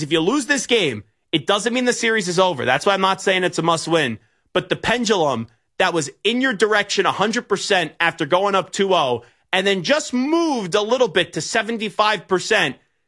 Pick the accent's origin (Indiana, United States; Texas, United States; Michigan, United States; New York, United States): New York, United States; Dix Hills; I actually went to Comac High School, and I grew up in the Dix Hills area, but I was right on the cut line, as you know, Dix Hills, Comac is so close to one another that I went to Comac schools growing up as a kid.